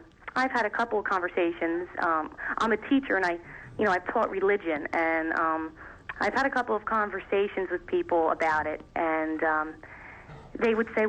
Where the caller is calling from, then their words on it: Philadelphia, Pennsylvania, United States; I'm from Philadelphia, Pennsylvania, outside.